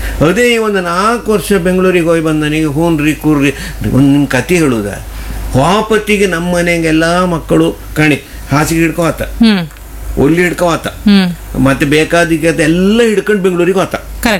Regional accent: Karnataka, India; accent: Kundapura Kannada; ಖಂಡಿತ, ಕುಂದಾಪುರ ಕನ್ನಡ ಉಳಿಕ ಸಾಧ್ಯ.

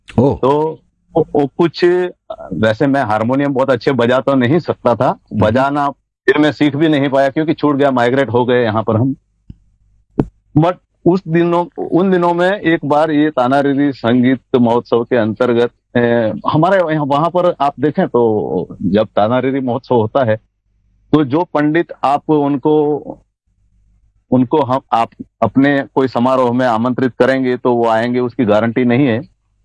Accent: Vadnagar, Gujarat, India; हमारे गांव में, मैं वैसे नॉर्थ गुजरात में वडनगर, जो अभी आजकल हमारे प्रधानमंत्री जी का गांव

